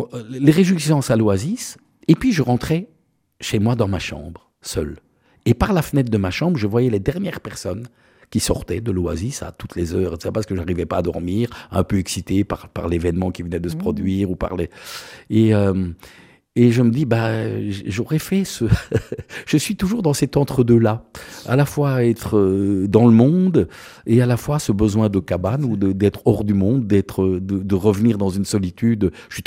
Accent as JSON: {"language": "French", "town": "Marloie", "region": "Wallonia", "country": "Belgium", "tie": "born or raised there", "said": "à Marloix, précisément, ma terre natale"}